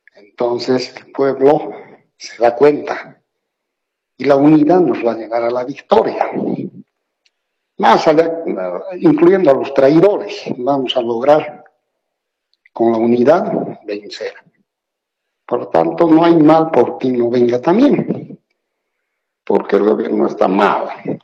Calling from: Sucre, Chuquisaca, Bolivia; Sí, le hablo desde Sucre.

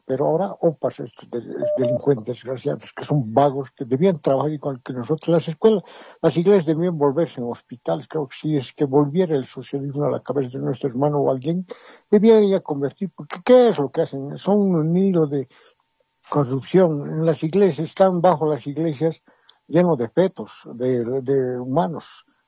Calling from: Cochabamba, Bolivia; Desde Cochabamba

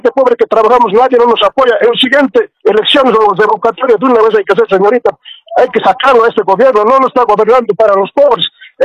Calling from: Cochabamba, Bolivia; Estamos llamando de Cochabamba.

